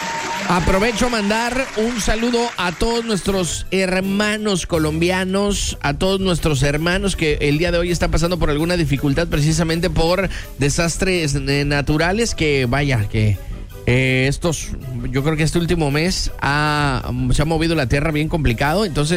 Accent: Mexico; Yo fui como buen mexicano hasta casi al final.

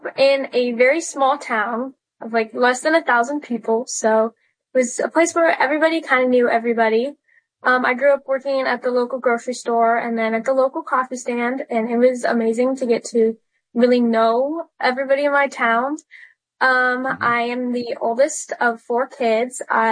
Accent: Idaho, United States; born or raised there

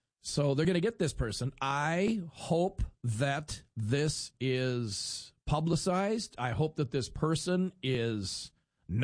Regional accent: United States; as an American today

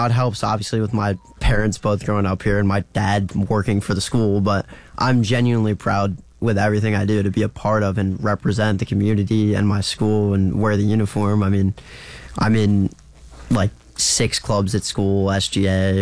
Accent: United States; Well, obviously I'm American.

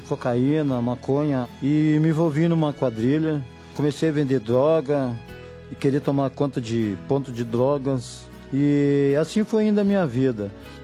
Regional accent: Rio Grande do Sul, Brazil; sou do Rio Grande do Sul.

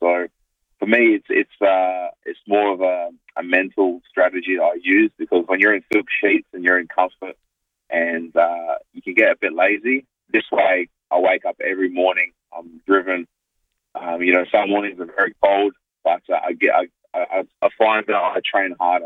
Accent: Adelaide, South Australia, Australia; now in Auckland, New Zealand; I grew up in North Haven and also Two Wells. Originally, when we first came to Adelaide, I was in Taparu, and then we moved in with my grandparents in North Haven. So that was sort of my area.

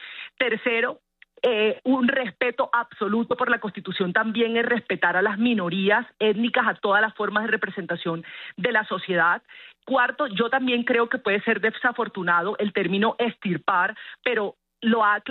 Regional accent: Colombia; Todos somos colombianos, tenemos los mismos derechos y los mismos deberes.

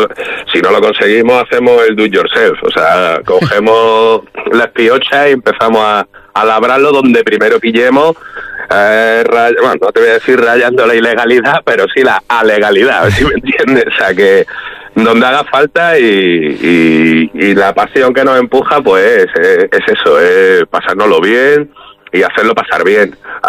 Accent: Melilla, Spain; que somos de Melilla. Al final somos una banda melillense y a mucho orgullo

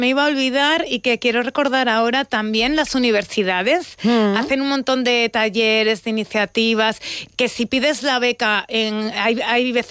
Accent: Manzanares, Castilla-La Mancha, Spain; Yo soy de pueblo, pero mi pueblo es grande, 18.000 habitantes, claro. Manzanares.

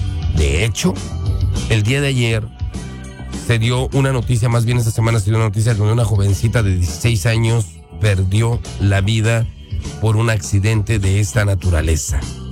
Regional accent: Puebla, Mexico; moved away; de Puebla para el mundo.

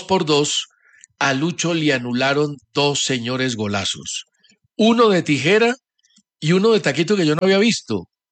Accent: Colombia; De mi tierra, si

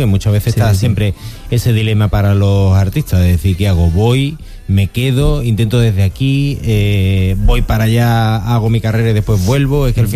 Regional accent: Seville, Andalusia, Spain; lo que somos de Sevilla siempre diremos Sala Fun Club.

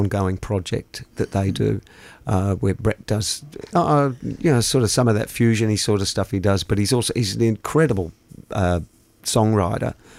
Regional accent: Malmesbury, Victoria, Australia; And I'm from Malmesbury, down the road.

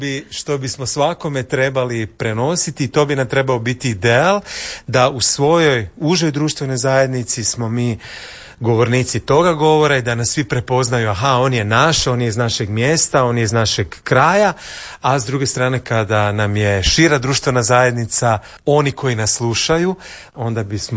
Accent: Zagreb, City of Zagreb, Croatia; ja sam iz najljepšeg dela Zagreba. Moja ulica je Ivana Gorana Kovačića, to je Rokov Perivoj i Gorana Kovačića. Tamo sam odrastao

